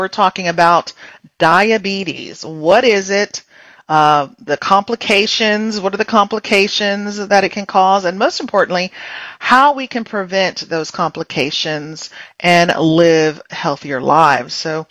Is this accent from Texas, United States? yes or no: yes; San Antonio, Texas, United States; He completed the entirety of his medical education in my hometown of San Antonio, Texas.